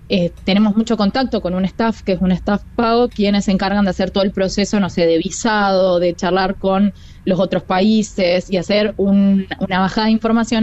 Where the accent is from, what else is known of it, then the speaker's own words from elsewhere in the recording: Concordia, Entre Ríos, Argentina; moved away as an adult; also born or lived in Buenos Aires; now in Rosario, Argentina; desde ahí yo empecé a ser voluntaria en mi ciudad natal. Yo soy de Concordia, Entre Ríos, me mudé a Buenos Aires, donde estudié mi carrera, y también fui voluntaria ahí, y terminé acá en Rosario